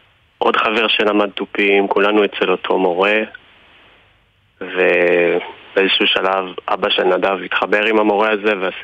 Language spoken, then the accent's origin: Hebrew; Har Halutz, Northern District, Israel; גדלנו באותו יישוב